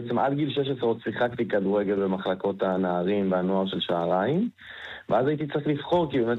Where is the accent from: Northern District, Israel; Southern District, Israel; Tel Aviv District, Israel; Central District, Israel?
Central District, Israel; Rehovot; born or raised there; moved away